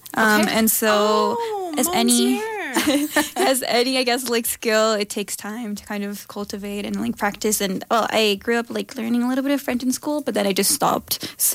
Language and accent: English; Lima, Peru; English is a second language; now in United States; So I'm originally from Lima, Peru. And yeah, I moved here like 6 years ago.